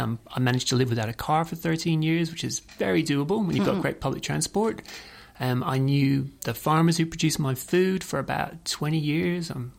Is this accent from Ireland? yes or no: yes; west of Ireland, Ireland; Well, I grew up in the west of Ireland, which no one can tell from my accent.